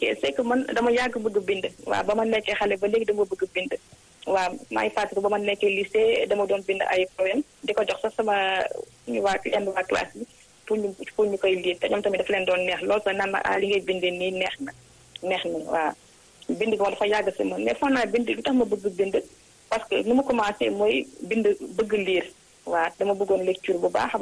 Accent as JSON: {"language": "French", "region": "Dakar", "country": "Senegal", "tie": "born or raised there", "also_born_or_lived": "Saint-Louis, Senegal / France", "moved": "as an adult", "said": "c'est une jeune femme sénégalaise. Hein. Donc, je suis née à Dakar et j'ai grandi à Dakar."}